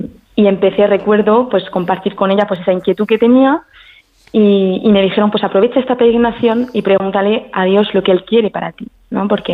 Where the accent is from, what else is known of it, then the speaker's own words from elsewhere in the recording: Paris, Île-de-France, France; moved away as an adult; yo nací, bueno, soy francesa, mi padre es francés, mi madre española, murciana, y yo nací en París y viví ahí hasta los 22 años, hasta que entré al convento.